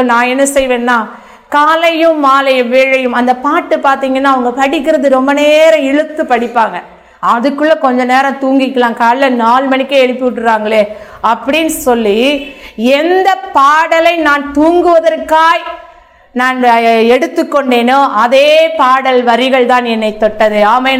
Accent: Thoothukudi, Tamil Nadu, India; born there; also born or lived in Tirunelveli; தூத்துக்குடியில டூவிபுரத்தில் இருக்கிற அந்த சிஎஸ்ஐ ஸ்கூல்ல நான் படித்து கொண்டிருந்தேன்.

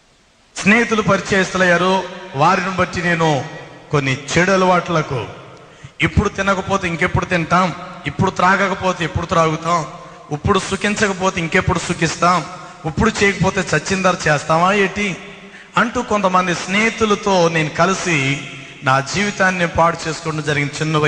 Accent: Rajahmundry, Andhra Pradesh, India; born or raised there

